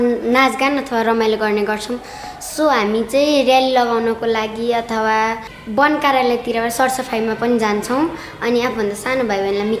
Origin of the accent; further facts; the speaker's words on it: Dolakha, Bagmati, Nepal; now in Lokanthali, Nepal; म कक्षा 7 पढ्छु। मेरो घर चाहिँ दोलखा हो अनि म अहिले लोकन्थलीमा बस्छु।